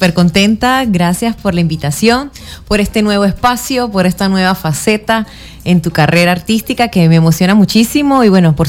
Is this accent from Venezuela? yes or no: yes; San Cristóbal, Táchira, Venezuela; born there; also born or lived in Colombia; donde nací? Porque soy de aquí, de San Cristóbal.